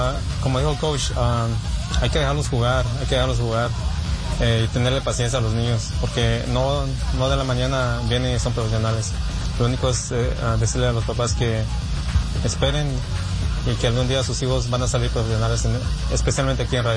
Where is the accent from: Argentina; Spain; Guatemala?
Guatemala; now in Houston, United States; Soy de Guatemala.